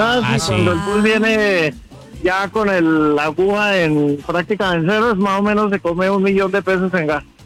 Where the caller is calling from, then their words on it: Bogotá, Colombia; Yo vivo en Bosa